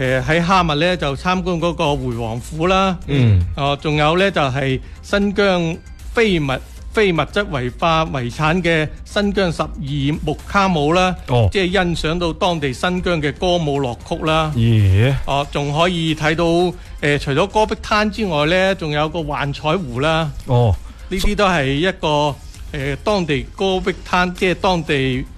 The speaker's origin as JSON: {"language": "Cantonese", "region": "Guangdong", "country": "China", "said": "我哋廣東人"}